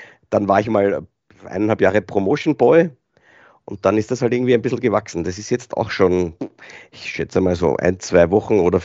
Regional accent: Austria

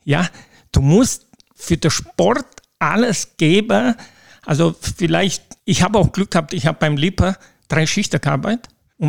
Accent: Blumenthal, Timiș County, Romania; moved away as an adult; now in Germany; Ich bin nochmal geboren in Rumänien, Blumenthal, habe dort 20 Jahre gelebt und dann bin ich zu meiner Frau gezogen nach Bruckenau, habe dort 10 Jahre gelebt

